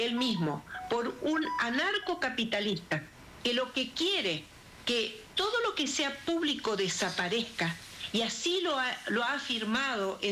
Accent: Santa Fe, Argentina; Y ustedes saben que yo soy de Santa Fe. Soy del litoral.

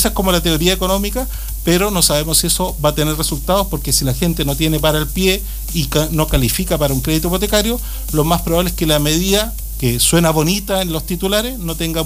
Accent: Chile

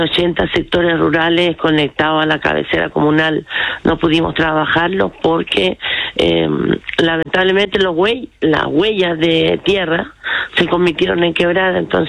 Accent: Quilitapia, Chile; born or raised there

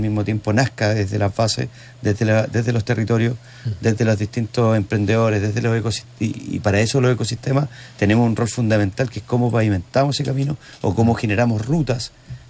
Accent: Concepción, Biobío, Chile; also born or lived in Punta Arenas; Soy penquista, bueno, nací en Punta Arenas, pero desde el año 1 que vivo acá en Concepción.

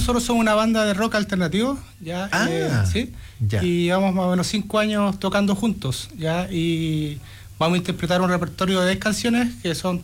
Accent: Valle Simpson, Aysén, Chile; Somos de Valle Simpson

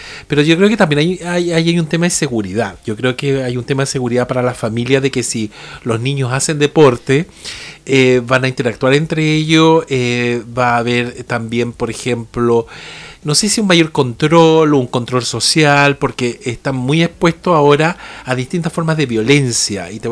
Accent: Santa Cruz, O'Higgins, Chile; now in Paniahue, Chile; como yo soy de Santa Cruz, porque sí, yo nací aquí en Sanfurgo y me crié en la población Lautaro

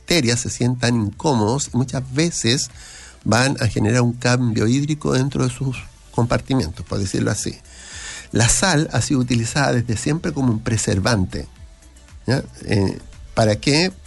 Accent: Valparaíso, Chile; Como porteña, ¿ya? Sí.

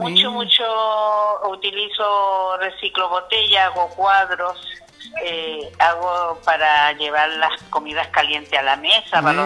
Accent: Villa Concepción, Chile; No, soy del sector de la Villa Concepción.

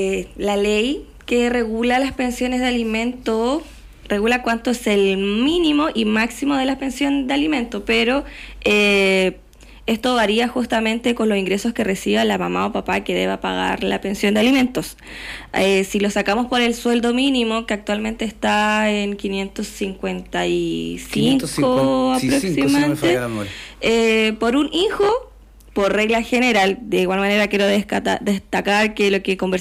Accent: Ovalle, Coquimbo, Chile; born there; soy abogada, nací acá en Ovalle

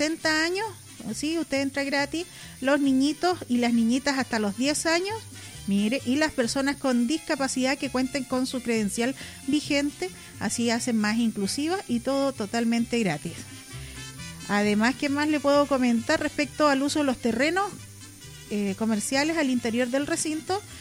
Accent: Chile; Y nosotros, para acordarnos que somos chilenos, vamos con música de nuestra tierra también aquí en su programa Regalón de los Domingos.

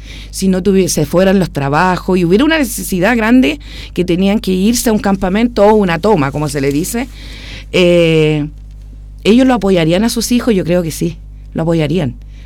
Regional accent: Talcahuano, Biobío, Chile; Somos siempre de Talcahuano, tenemos nuestros trabajos en Talcahuano

